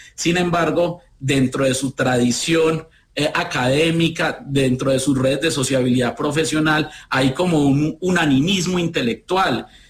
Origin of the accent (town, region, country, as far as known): Colombia